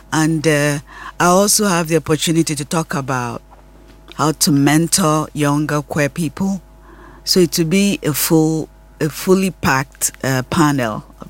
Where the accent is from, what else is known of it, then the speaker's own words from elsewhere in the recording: Nigeria; moved away as an adult; now in United States and Nigeria; Yes, I grew up in Nigeria until about 30 years old.